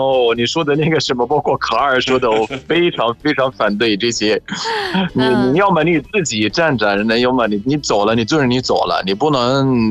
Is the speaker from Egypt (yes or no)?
yes; Egypt; Chinese is a second language; moved away; 我们埃及人有自己的规矩，